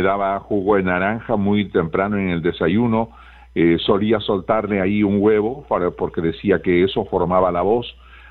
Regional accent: Abancay, Apurímac, Peru; born there; moved away as an adult; also born or lived in Cusco; now in Lima, Peru; Yo en Apurímac, en Abancay, y de ahí he emigrado hacia Cusco y ahí hice mi carrera durante 11 años.

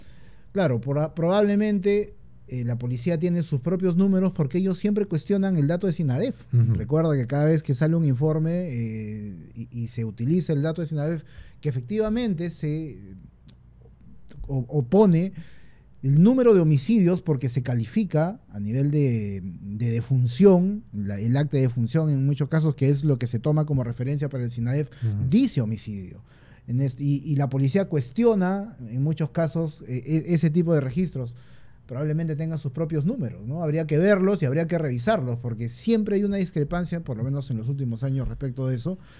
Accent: Peru; Hay una variedad cultural que mantenemos hasta ahora y es parte del orgullo que tenemos como peruanos.

